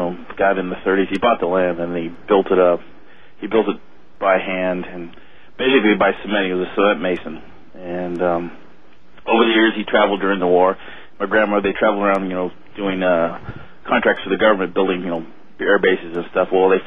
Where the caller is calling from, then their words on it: Sacramento, California, United States; Oh, I'm fine. I'm calling from Sacramento.